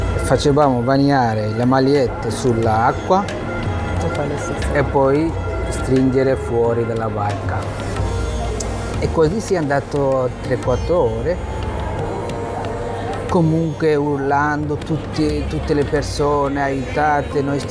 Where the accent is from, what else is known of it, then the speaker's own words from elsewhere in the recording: Bangladesh; Italian is a second language; moved away as an adult; now in Genoa, Italy; Io vengo dal Bangladesh.